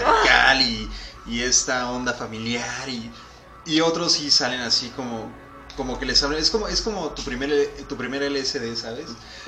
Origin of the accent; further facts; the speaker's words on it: Querétaro, Mexico; la ciudad de Querétaro la amo y la odio, la amo porque soy de aquí, soy queretano, de los pocos que quedamos